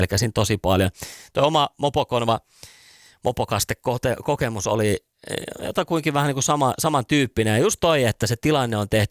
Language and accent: Finnish; Central Finland, Finland; Meillä päin pohjoisessa Keski-Suomessa yläasteelle siirtyjäiset oli nimellä monninkastajaiset.